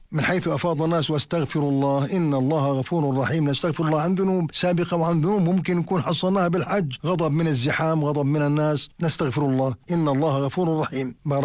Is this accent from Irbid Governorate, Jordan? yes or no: no; Amman, Amman Governorate, Jordan